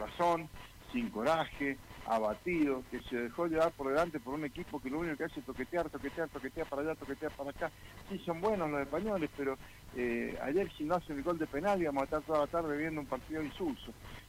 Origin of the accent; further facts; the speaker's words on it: Argentina; Aquí en Argentina